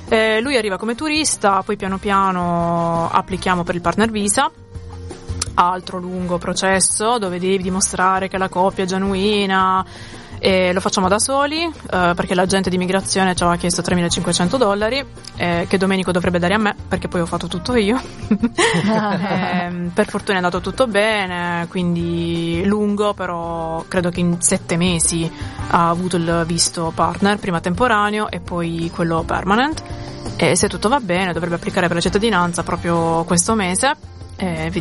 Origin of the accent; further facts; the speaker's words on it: Molfetta, Apulia, Italy; moved away as an adult; now in Adelaide, Australia; Ovviamente io vengo da Molfetta, che è una città piccolissima di 60.000 abitanti probabilmente.